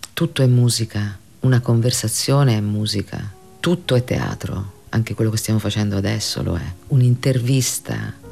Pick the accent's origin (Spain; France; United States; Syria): Spain; Beh, io comunque sono anche spagnola, però insomma per tanto tempo è stato il contrario.